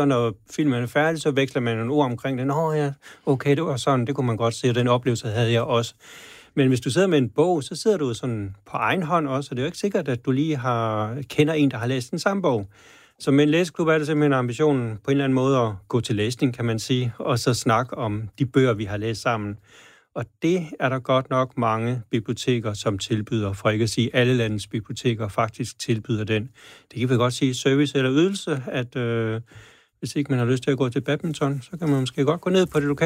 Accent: Djursland, Central Denmark Region, Denmark; born or raised there

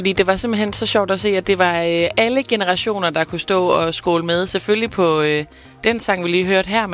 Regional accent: Esbjerg, Region of Southern Denmark, Denmark; jeg kommer fra Esbjerg i Jylland

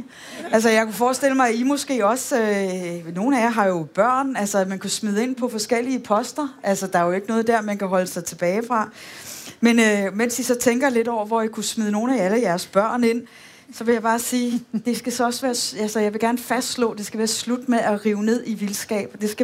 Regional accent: Aarhus, Central Denmark Region, Denmark; Som sagt, jeg er jo aarhusianer, når jeg kommer tilbage til min gamle hjemmeby og ser, hvad der er skudt op.

